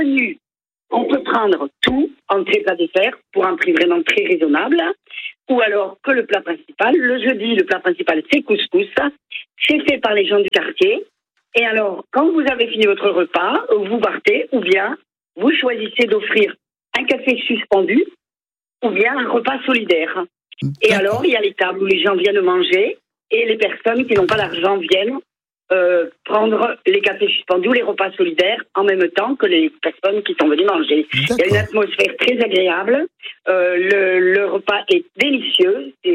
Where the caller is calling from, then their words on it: Sarzeau, Brittany, France; je vous appelle de Sarzeau.